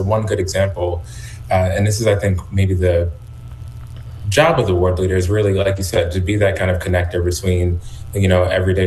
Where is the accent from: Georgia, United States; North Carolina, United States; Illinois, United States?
Georgia, United States; I'm from Georgia